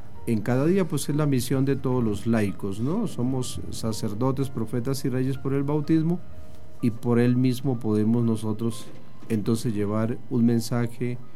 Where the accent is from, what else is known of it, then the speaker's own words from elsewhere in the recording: Colombia; Yo soy colombiano, esposo.